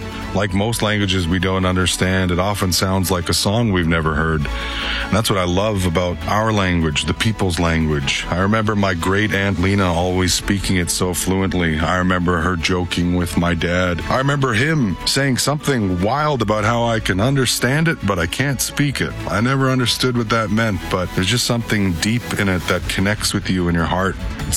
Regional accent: Manitoba, Canada; I come from the Pegwas First Nation. I grew up in a home without running water.

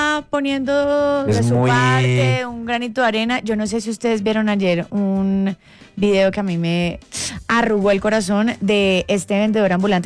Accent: Cali, Valle del Cauca, Colombia; yo soy caleña

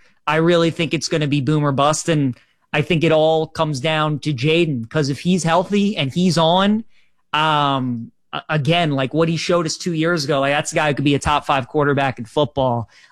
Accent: Maryland, United States; growing up in the Northeast, you know, growing up in the Mid-Atlantic in Maryland and going to an SEC school

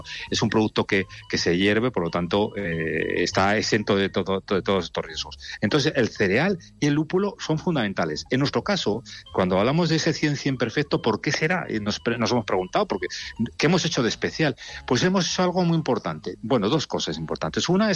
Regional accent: Aragon, Spain; la que comúnmente consumimos todos los aragoneses

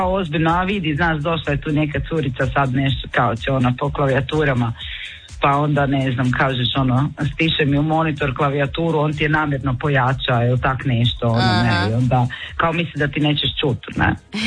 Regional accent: Croatia; ta metal scena je ipak puno jača vani nego kod nas u Hrvatskoj, da.

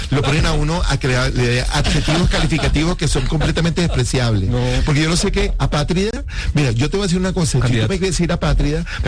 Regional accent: Barranquilla, Atlántico, Colombia; Y soy un colombiano, y soy barranquillero.

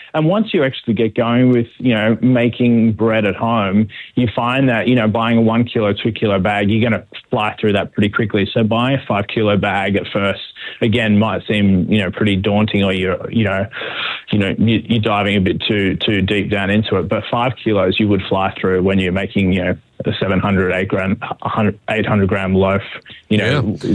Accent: Sydney, New South Wales, Australia; also born or lived in Melbourne

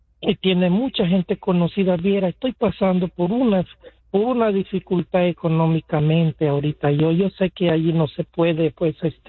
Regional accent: Honduras; Mire, Mayrita, yo fique, yo soy de Honduras

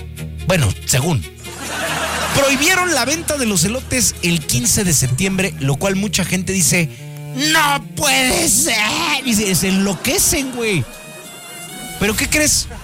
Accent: Morelos, Mexico; born there; es mi tierra. Es la tierra que me vio nacer.

